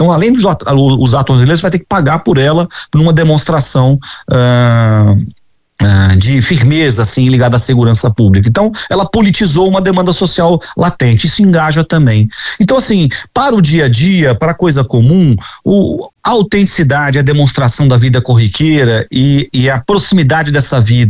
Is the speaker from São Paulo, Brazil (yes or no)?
no; Rio de Janeiro, Brazil; Eu sou do Rio de Janeiro